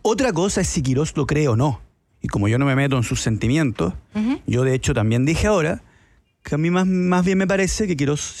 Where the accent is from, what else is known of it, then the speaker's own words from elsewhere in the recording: Chile; born there; Cuando yo nací, en Chile la gente no tenía derecho a votar al presidente